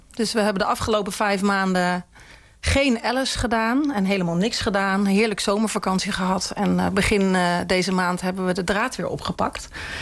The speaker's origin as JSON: {"language": "Dutch", "town": "Blokzijl", "region": "Overijssel", "country": "Netherlands", "said": "ik kom ook uit Blokzijl."}